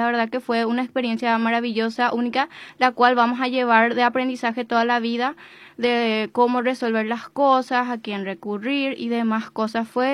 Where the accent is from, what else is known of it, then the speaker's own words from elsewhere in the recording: Areguá, Central, Paraguay; nosotros, que somos de Areguá